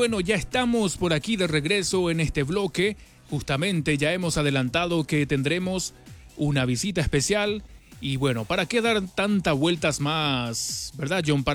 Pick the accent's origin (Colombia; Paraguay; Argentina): Paraguay; aquello que nos identifica como paraguayo, nuestra jerga popular, nuestra forma de expresarnos, nuestra tradición